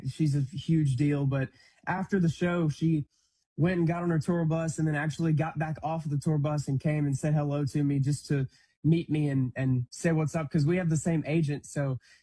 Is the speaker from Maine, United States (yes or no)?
no; Birmingham, Alabama, United States; moved away as an adult; now in Nashville, United States; I am from Birmingham, obviously, Birmingham, Alabama, and I moved up to Nashville full-time less than a year ago now.